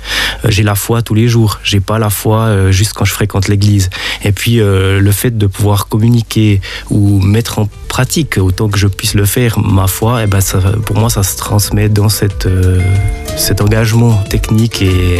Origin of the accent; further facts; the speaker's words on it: Switzerland; en tant que bon Suisse bien formaté